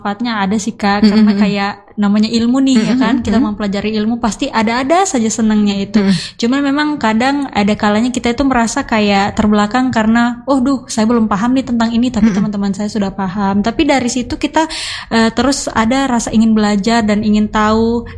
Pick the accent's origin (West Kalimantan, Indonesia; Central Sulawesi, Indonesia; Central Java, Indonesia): Central Sulawesi, Indonesia; Sausu Trans; Kalau saya dari Parigimotong Kak